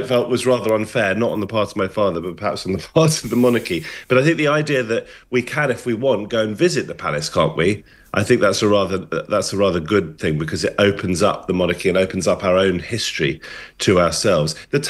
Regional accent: London, United Kingdom; I grew up in London knowing that the Queen, the late Queen, was living in the palace, at least for part of the time

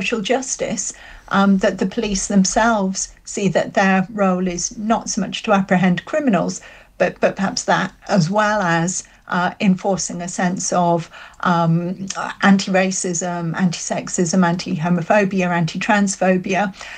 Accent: Middlesbrough, North East England, United Kingdom; in my town growing up in Middlesbrough

